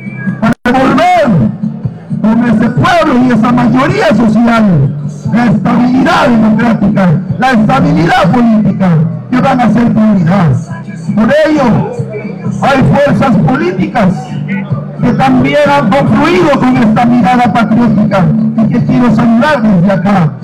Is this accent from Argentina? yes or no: no; Chile; Necesitamos como pueblo chileno como pueblo de respuesta del procedimiento electoral